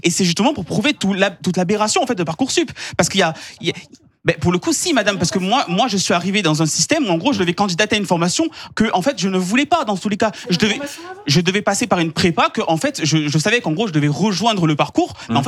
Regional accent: Narbonne, Occitanie, France; now in Paris, France; Moi, je viens en fait de base, pas de Paris. Je viens pas de Paris. Moi, je viens d'une ville qui s'appelle Narbonne, donc de vraiment tout en bas de la France pour le coup. Et je suis très loin de Paris.

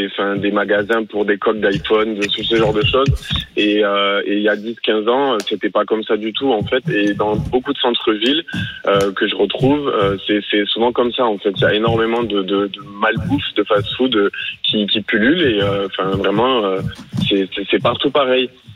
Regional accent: Toulouse, Occitanie, France; moi, je viens de Toulouse.

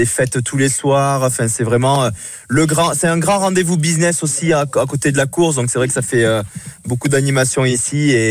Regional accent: Cavaillon, Provence-Alpes-Côte d'Azur, France; Ouais, je suis né à Cavaillon, ouais, voilà. J'ai grandi à Cavaillon.

